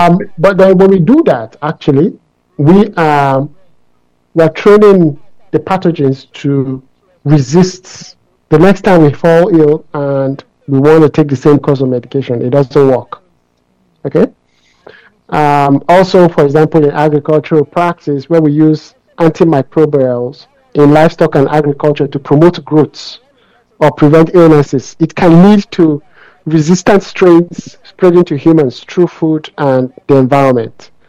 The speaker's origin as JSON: {"language": "English", "country": "Nigeria", "tie": "born or raised there", "said": "I don't know, you know, growing up in Nigeria, you may have heard people used to say that, oh, particular strains of malaria no longer respond to the malaria medication."}